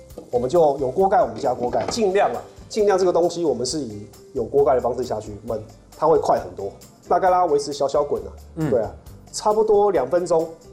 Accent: Taiwan; 就像我们台湾人炒面也是这样子

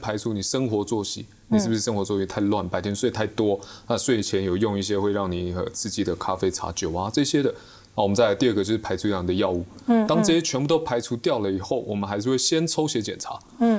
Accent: Taiwan

